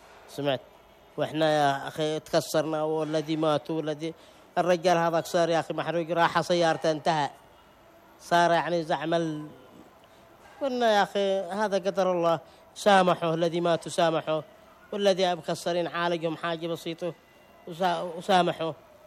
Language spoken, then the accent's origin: Arabic; Yemen; نحن أخوانهم، نحن شعب يمني واحد.